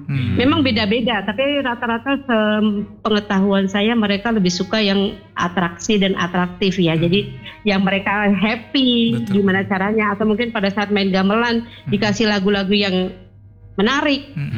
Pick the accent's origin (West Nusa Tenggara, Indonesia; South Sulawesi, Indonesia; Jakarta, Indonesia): Jakarta, Indonesia; first language Indonesian; Saya benar-benar orang Jakarta asli. Maksudnya lahirnya di Jakarta. Yeah. Apa namanya, lingkungan pun Jakarta semua. Mm-hmm. Jadi Betawi.